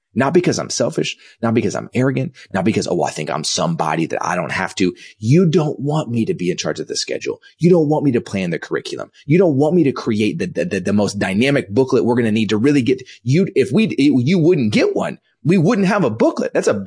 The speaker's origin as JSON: {"language": "English", "town": "Dallas", "region": "Texas", "country": "United States", "also_born_or_lived": "Kansas"}